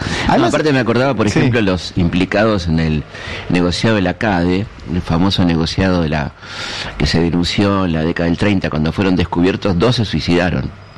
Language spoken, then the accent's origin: Spanish; Argentina; porque somos argentinos